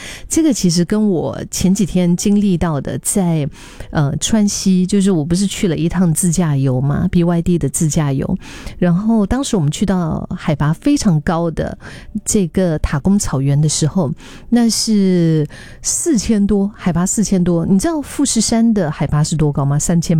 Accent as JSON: {"language": "Chinese", "country": "Singapore", "said": "我们新加坡人"}